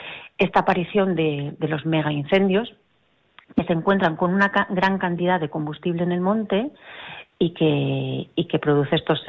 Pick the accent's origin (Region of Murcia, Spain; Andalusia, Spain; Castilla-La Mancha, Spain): Castilla-La Mancha, Spain; Guadalajara; nos recuerda a la vivida en la riba de Salices, a los que somos de Guadalajara